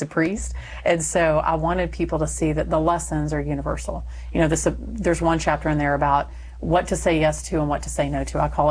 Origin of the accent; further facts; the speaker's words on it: Texas, United States; So I'm Texan.